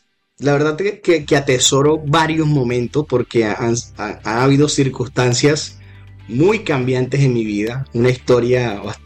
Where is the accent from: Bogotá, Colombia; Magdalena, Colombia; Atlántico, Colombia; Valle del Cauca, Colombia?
Magdalena, Colombia; Santa Marta; accent: Caribbean coast; nací en la hermosa ciudad de Santa Marta. Aquí, pues, forjado en una familia creyente, una familia que obviamente le debo también mi fe, y una ciudad que me lo ha dado todo, la ciudad de Santa Marta. Aquí vivo